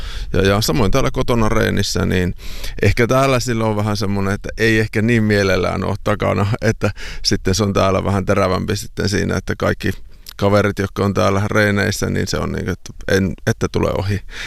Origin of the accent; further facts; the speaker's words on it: Kaukonen, Lapland, Finland; pitäisi kotikylällä lopettaa, mistä minä aluviimein kotoisin, niin kuin kaukosesta syntyjään